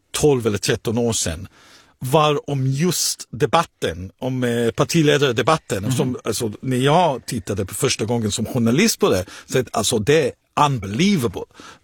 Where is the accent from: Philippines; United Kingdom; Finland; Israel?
Israel; now in Sweden; I Israel till exempel, mitt hemland, så är det inte på helgen.